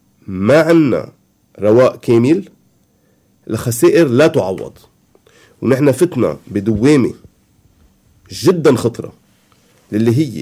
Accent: Keserwan-Jbeil, Lebanon; انا اليوم كسروين، اليوم كسروين كتر خير الله مانا مضروبة، انا لبناني

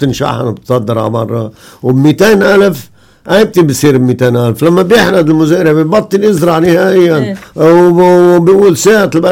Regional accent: Lebanon

